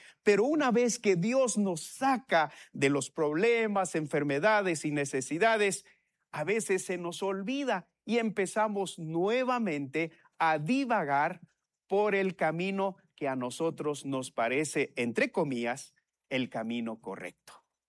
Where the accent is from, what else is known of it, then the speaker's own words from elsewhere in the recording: Sololá, Guatemala; born there; moved away; Allá en mi pueblo se habla el Sutuil.